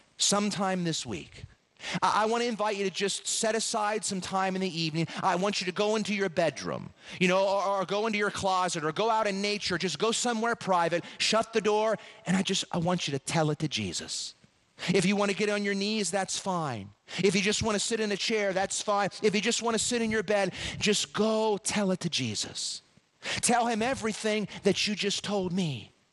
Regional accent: Pennsylvania, United States; in my home state of Pennsylvania, where I'm originally from.

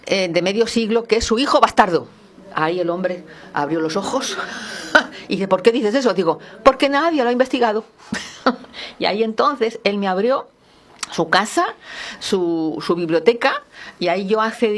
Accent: Valladolid, Castile and León, Spain; vengo de Valladolid, que es una urbe en el que constantemente se ofrecen obras de teatro, y es la cuna de José Zorrilla.

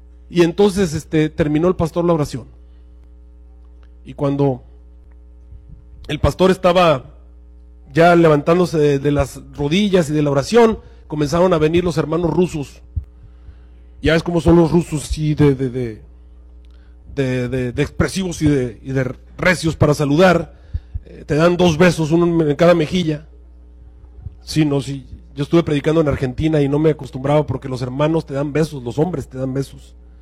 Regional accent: Mexico

